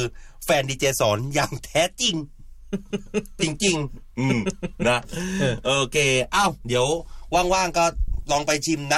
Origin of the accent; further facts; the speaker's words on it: Bangkok, Thailand; พี่เป็นคนภาคกลางพี่เป็นคนกรุงเทพ